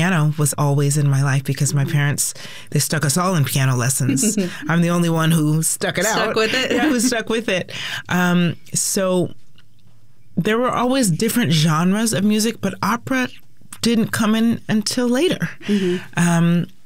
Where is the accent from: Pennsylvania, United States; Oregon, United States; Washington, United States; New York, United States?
Washington, United States; Lakewood; I grew up in Lakewood, Tacoma, Pierce County